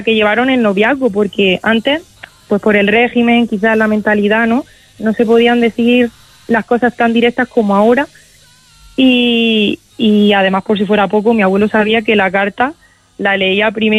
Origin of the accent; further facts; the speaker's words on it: Region of Murcia, Spain; Nosotros somos de un pueblo de 1,000 habitantes. Entonces la mili fue la primera salida en la que mi abuelo salió del pueblo y llegó a la ciudad de Murcia, porque nosotros somos de Murcia.